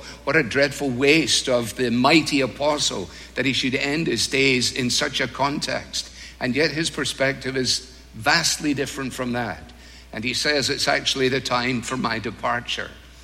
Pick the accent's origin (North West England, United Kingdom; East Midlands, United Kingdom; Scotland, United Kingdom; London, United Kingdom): Scotland, United Kingdom; moved away as an adult; now in United States; As a Scotsman